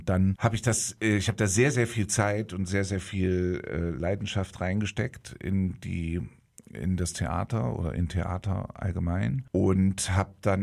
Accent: Gotha, Thuringia, Germany; born there; Also ich bin gebürtiger Gothaer

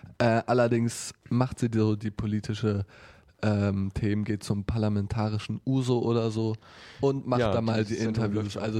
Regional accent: Detmold, North Rhine-Westphalia, Germany; moved away as an adult; now in Saalfeld, Germany; Ich bin aus Detmold. Das ist in der Nähe von Bielefeld.

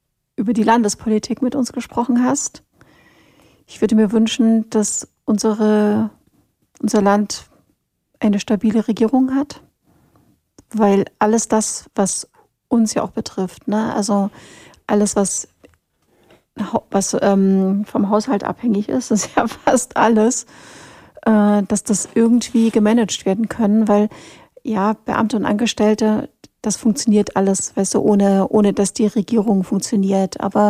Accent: Germany; ich bin in der DDR groß geworden

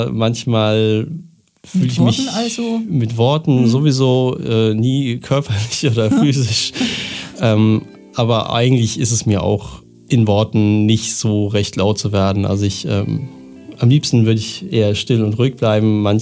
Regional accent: Aschaffenburg, Bavaria, Germany; moved away as an adult; also born or lived in Jena; ich bin in einem Vorort von Aschaffenburg aufgewachsen, habe meine komplette Kindheit dort verbracht, bis ich dann irgendwann zum Studium nach Jena gezogen bin.

